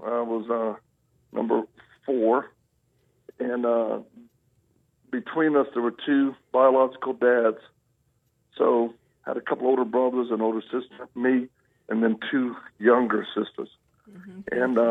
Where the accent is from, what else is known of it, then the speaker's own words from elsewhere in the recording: Louisiana, United States; born there; also born or lived in Mississippi / Texas; Well, I'm a Southern boy. I was born in Louisiana